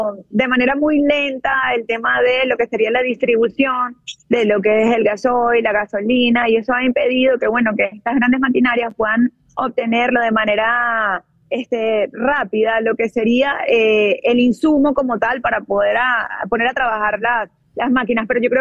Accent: Venezuela; nosotros, como venezolanos

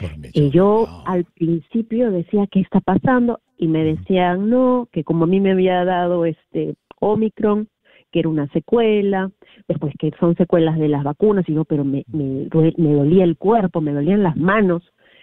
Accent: Lima, Peru; En Lima, sí, ya, correcto, ajá. En Lima, crecí en Lima

